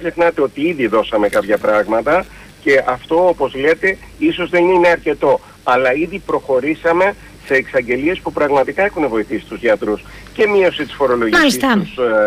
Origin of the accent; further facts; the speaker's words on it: Peloponnese, Greece; έχω δουλέψει 15 χρόνια στον τόπο μου